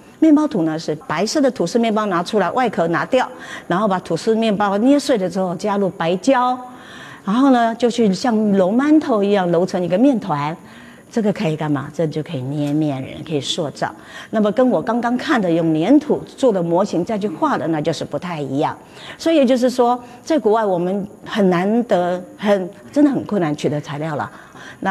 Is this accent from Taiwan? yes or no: yes; Taiwan; moved away as an adult; now in San Francisco Bay Area, United States; 我出生在台湾，长在台湾，因为婚姻的关系，我住了35年在美国哈。